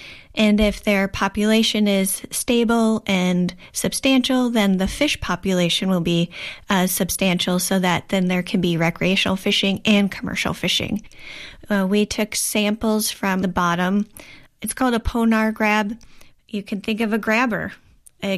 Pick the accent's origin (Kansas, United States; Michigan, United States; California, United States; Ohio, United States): Michigan, United States; Traverse City; whenever I said I was from Traverse City, Michigan